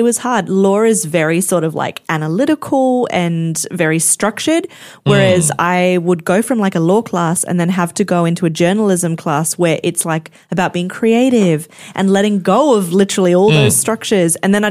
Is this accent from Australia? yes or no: yes; Queensland, Australia; I grew up in Queensland